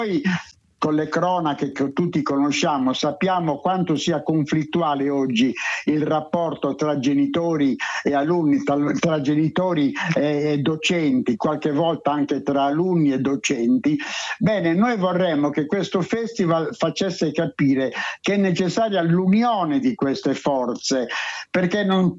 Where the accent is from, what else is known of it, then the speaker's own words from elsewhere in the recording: Perdasdefogu, Sardinia, Italy; noi stiamo vivendo nel mio paese, che è il paese noto per i centenari